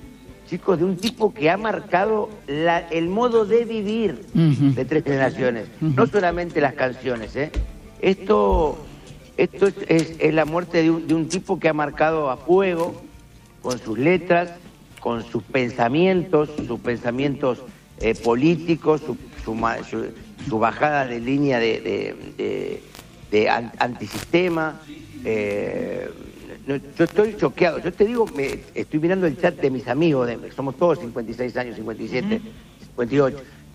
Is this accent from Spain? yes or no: no; El Palomar, Buenos Aires Province, Argentina; somos de Palomar, por cuestiones de barrio.